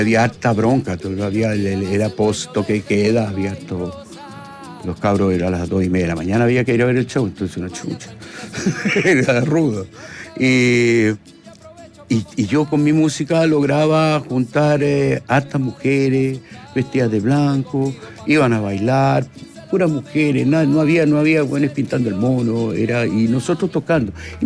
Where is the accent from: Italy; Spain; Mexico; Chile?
Italy; yo crecí en Italia, yo pasé mi adolescencia en Italia, entonces después volver a Europa y que yo sea sudaca y que sea extracomunitario